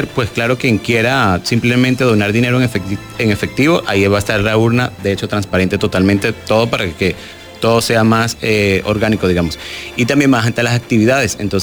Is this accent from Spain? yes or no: no; Venezuela; moved away; yo como venezolano